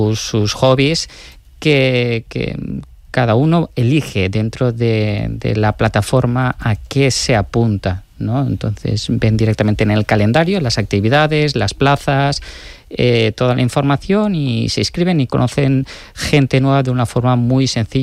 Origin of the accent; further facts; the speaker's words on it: Alfara, Valencian Community, Spain; en el chalet familiar, en el pueblo, en mi pueblo Alfar.